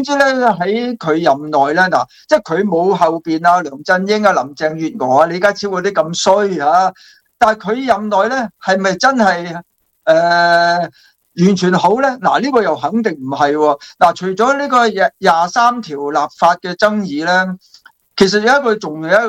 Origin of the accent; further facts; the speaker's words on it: Hong Kong; 我嗰时喺香港咧，我好细个嘅，我仲系个即系细路仔嚟嘅。